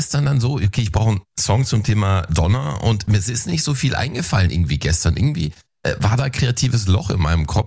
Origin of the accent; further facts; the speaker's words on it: Germany; moved away; Ich bin an der Grenze zur Schweiz aufgewachsen.